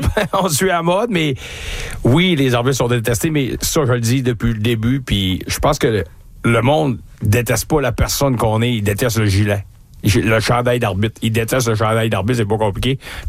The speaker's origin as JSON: {"language": "French", "town": "Albanel", "region": "Quebec", "country": "Canada", "tie": "born or raised there", "said": "Puis j'étais chez nous, à Albanel, avec ma mère."}